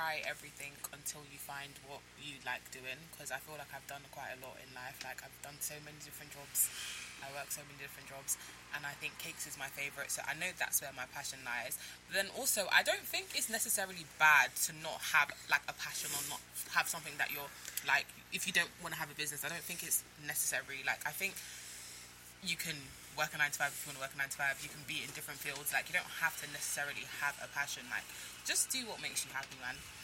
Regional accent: Nigeria; I'm Nigerian. My parents are both Nigerian.

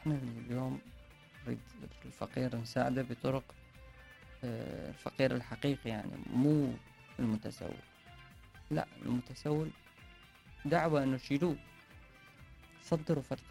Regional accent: Iraq

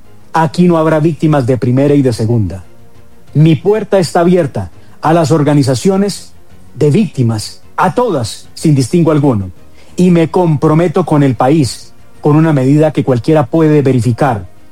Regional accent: Guaviare, Colombia; moved away as an adult; Soy del departamento del Guaviare y salí de allá a los 18 años, no por decisión propia.

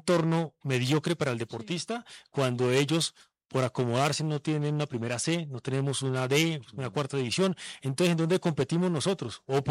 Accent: Colombia; Y el estilo de Colombia lo tenemos. Nosotros somos los suramericanos que más tocamos la pelota.

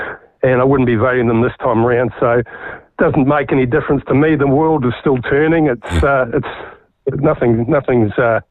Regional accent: Auckland, New Zealand; No, I grew up in Rob Muldoon's electorate.

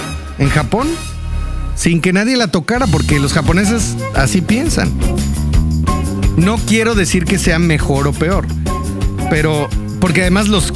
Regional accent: Mexico

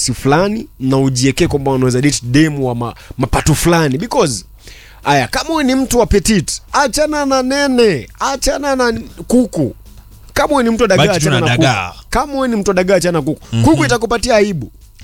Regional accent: Bungoma, Bungoma County, Kenya; Mimi mwenyewe natoka Bungoma kaka.

